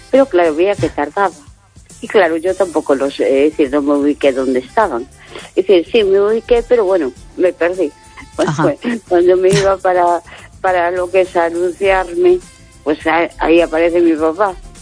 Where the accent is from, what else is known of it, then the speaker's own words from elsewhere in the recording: Galicia, Spain; yo soy española. Soy gallega, sí, pero me gusta que gane España